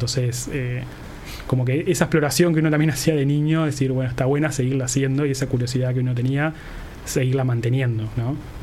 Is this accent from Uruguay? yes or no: yes; Florida, Uruguay; Sí, Florida, sí.